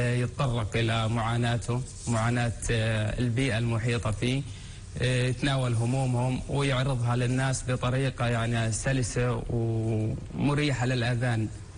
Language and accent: Arabic; Palestine; accent: Bedouin dialect; إحنا كشعب فلسطيني خاصة الشريحة البدوية